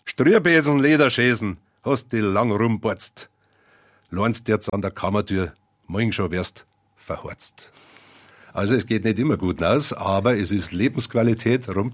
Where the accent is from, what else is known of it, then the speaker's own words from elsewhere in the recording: Dachau, Bavaria, Germany; born there; Also Sie sprechen schon Dachau an, das ist eine besondere Herausforderung, es ist mein Geburtsort.